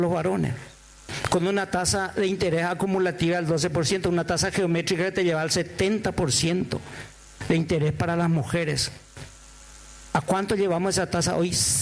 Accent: Paraguay; el modelo participativo que elegimos los paraguayos.

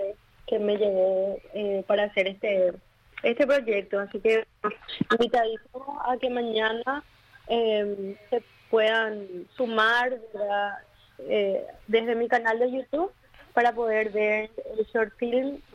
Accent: Paraguay

